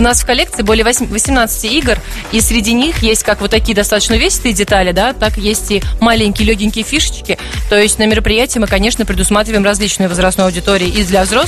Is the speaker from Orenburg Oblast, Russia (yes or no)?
yes; Orenburg, Orenburg Oblast, Russia; Мы из Оренбурга добрались прекрасно.